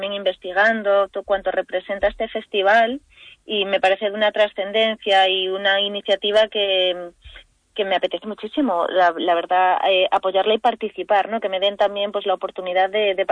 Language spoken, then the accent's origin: Spanish; Galicia, Spain; moved away; todo lo que me lleve de vuelta a mi tierra